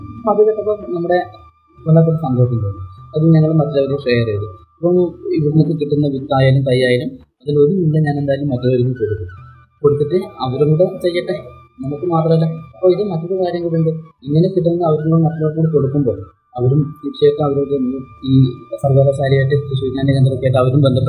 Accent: Kannur district, Kerala, India

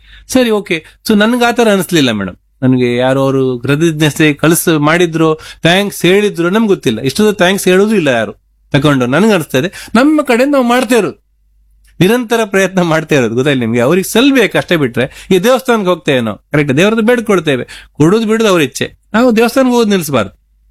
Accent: Nekinakatte, Karnataka, India; ನಮ್ಮ ನನ್ನ ಊರು ನೇಕಿನಕಟ್ಟೆ, ನಮ್ಮನೆ ಶಾಲೆಗೆ ಗ್ರೀನ್ ಬೋರ್ಡ್ ಕಂಪ್ಯೂಟರ್ಸ್ ಎಲ್ಲ ನನ್ನ ಶಾಲೆಗೆ ಕೊಟ್ಟಿದ್ದೇನೆ.

